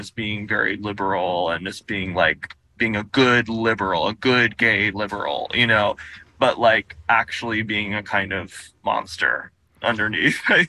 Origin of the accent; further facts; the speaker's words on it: Tennessee, United States; ever since I was a kid growing up in Tennessee